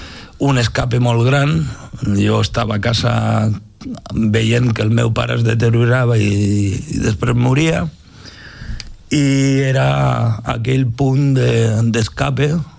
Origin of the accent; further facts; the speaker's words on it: Cardedeu, Catalonia, Spain; also born or lived in Granollers; jo sé que no soc carder de Güent de tota la vida. Els meus pares venen de fora. Jo soc poder la primera generació de la família de que han crescut aquí i són d'aquí. Jo em considero d'aquí